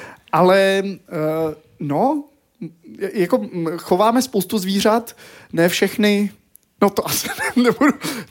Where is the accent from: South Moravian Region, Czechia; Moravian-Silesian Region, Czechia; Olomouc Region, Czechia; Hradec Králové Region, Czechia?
Hradec Králové Region, Czechia; Hradec Králové; já jsem hrál v takový malým divadýlku u nás v Hradci Králové divadlo Jesličky.